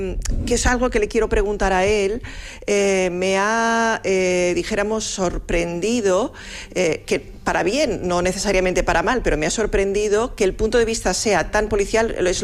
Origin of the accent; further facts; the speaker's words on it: Seville, Andalusia, Spain; now in Barcelona, Spain; Yo también soy de Barcelona, bueno, soy sevillana, pero he residido en Barcelona desde hace muchos años